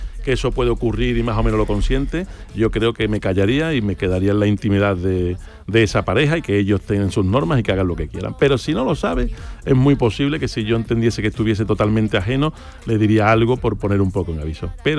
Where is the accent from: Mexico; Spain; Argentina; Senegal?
Spain; Utrera, Andalusia; Yo soy de Utrera, la gente de Utrera no tengo barco.